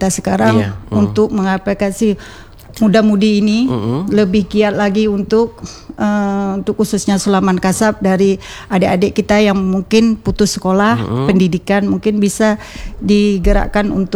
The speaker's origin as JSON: {"language": "Indonesian", "town": "Meulaboh", "region": "Aceh", "country": "Indonesia", "said": "daerah khususnya kita Melabo, Aceh Barat"}